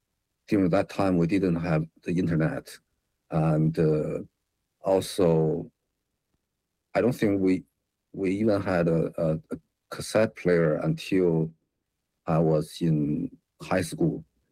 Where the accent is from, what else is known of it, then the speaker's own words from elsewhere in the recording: Tianjin, China; also born or lived in Beijing; And I also lived in Beijing for a long time. So you can say I'm from Tianjin and Beijing.